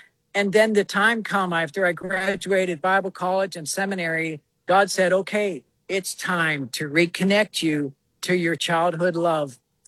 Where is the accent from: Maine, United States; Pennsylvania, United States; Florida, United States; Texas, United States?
Pennsylvania, United States; Monongahela; moved away as an adult; My hometown, obviously. I grew up in Monongahela. I left right after high school. I graduated in 77, so I know that dates me